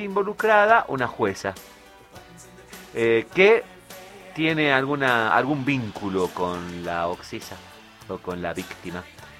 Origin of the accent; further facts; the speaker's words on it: Argentina; porque somos argentinos, creo.